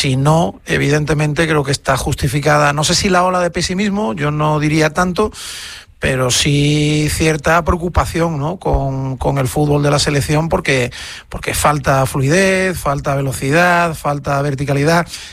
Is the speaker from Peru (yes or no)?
no; Torrelavega, Cantabria, Spain; born there; now in Seville, Spain; No, yo nací en Torrelavega, nací en Cantabria.